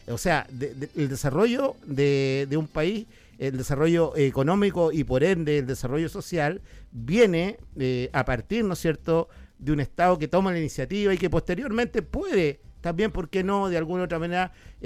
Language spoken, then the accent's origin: Spanish; Chile; cómo podríamos como chilenos desarrollarnos un poco en ese sentido.